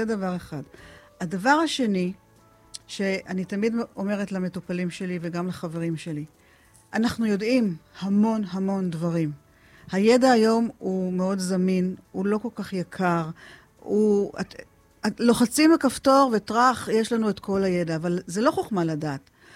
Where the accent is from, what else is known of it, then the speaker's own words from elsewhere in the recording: Eilat, Southern District, Israel; ההורים שלי הגיעו לפה ב-1960, אני נולדתי ב-1965 … הייתה גננת פה, עוזרת לגננת, גידלה את מיטב הגברברים פה באילת, שהיום הם כבר סבים בעצמם. שורשית אמיתית.